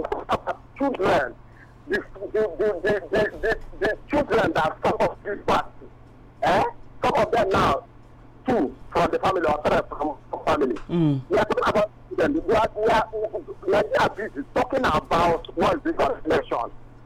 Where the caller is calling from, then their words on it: Tamale, Northern Region, Ghana; I'm calling from Tamale.